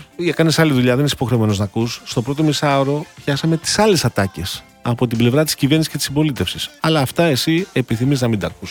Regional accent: Athens, Attica, Greece; born there; Απλά να σου πω ότι γεννήθηκα στην Αθήνα. Ήταν απόφαση των γονιών μου να έρθουν στην Αθήνα.

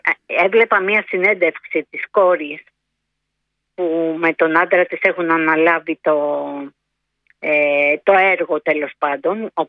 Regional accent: Greece; born there; Είμαι Έλληνας γιατί μετέχω της ελληνικής παιδείας, έχω γεννηθεί εδώ πέρα, ανήκω στο ελληνικό κράτος ως πολίτης.

